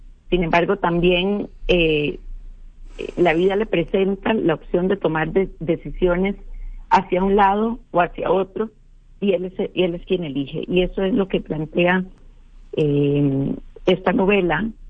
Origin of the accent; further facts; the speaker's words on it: Costa Rica; moved away as an adult; also born or lived in Washington D.C. / New York / Miami; now in Mexico; Bueno, nací en Costa Rica, de orígenes polacos austriacos. Viví después de hasta los 23 años en Costa Rica, después me fui a estudiar a Washington D.C. y hice consultoría política en Nueva York, después en Miami por un tiempo